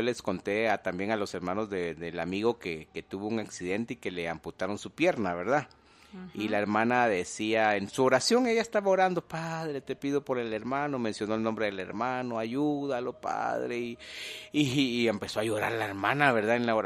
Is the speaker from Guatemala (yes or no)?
yes; Guatemala; como decimos en el buen chapín